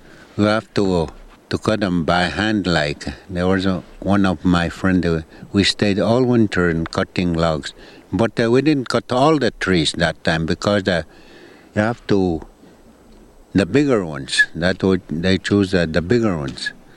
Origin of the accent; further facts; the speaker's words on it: Canoe Lake, Saskatchewan, Canada; from I'm from Canoe Lake in Saskatchewan.